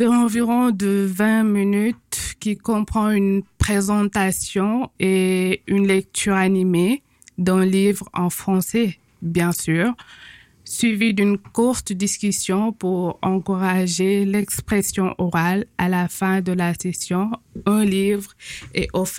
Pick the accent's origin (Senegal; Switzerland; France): Senegal; moved away as an adult; now in Winnipeg, Canada; Moi, je viens du Sénégal. Je suis sénégalaise. Donc, j'ai immigré ici en tant que résident permanent. Et je suis venue en octobre